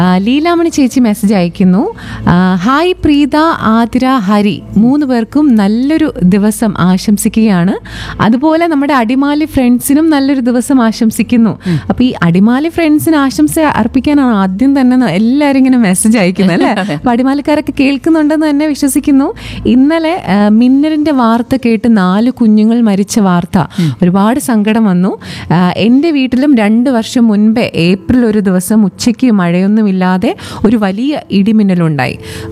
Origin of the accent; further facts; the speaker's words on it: Kollam, Kerala, India; നമ്മൾ കൊല്ലം സ്വദേശിയാണെന്ന് ഞാൻ വളരെ അഭിമാനത്തോടുകൂടി പറയുന്ന ഒരാളാണ്.